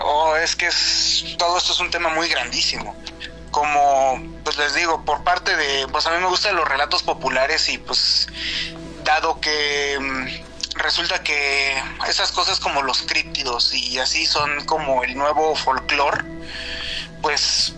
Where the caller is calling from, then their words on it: Amecameca, State of Mexico, Mexico; soy de, pues, por Amecameca, aquí por los volcanes.